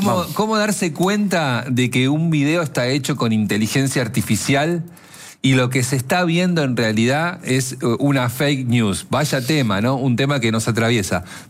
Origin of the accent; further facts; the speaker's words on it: Buenos Aires Province, Argentina; now in Buenos Aires, Argentina; Yo soy bonaerense